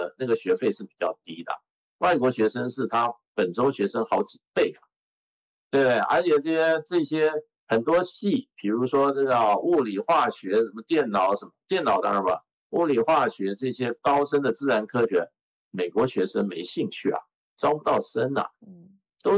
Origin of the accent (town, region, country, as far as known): China